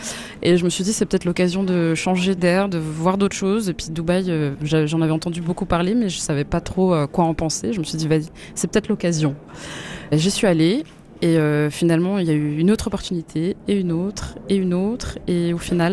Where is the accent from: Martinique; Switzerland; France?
Switzerland; je suis belge et congolaise de sang, mais j'ai grandi en Suisse toute ma vie.